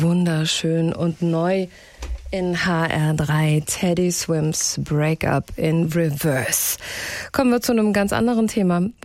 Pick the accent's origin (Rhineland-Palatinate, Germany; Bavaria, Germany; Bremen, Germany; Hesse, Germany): Hesse, Germany; Es ist jedes Jahr wieder ein Spektakel bei uns zu Hause in Hessen.